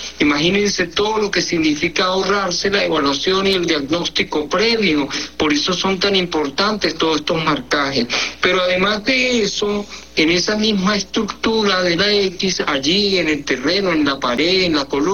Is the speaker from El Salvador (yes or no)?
no; Venezuela; lo que nos corresponde como ciudadanos venezolanos